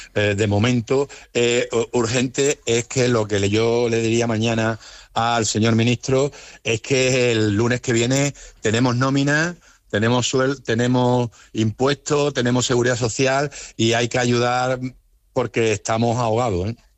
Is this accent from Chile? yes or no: no; Spain; Porque somos españoles, pero somos españoles de una calidad de primera. Ya quisieran muchos de las peninsulares ser de la calidad de españoles que somos nosotros, porque nosotros vamos a luchar por nuestra tierra.